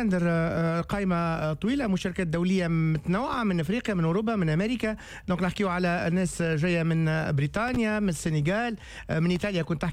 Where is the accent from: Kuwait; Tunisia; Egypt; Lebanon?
Tunisia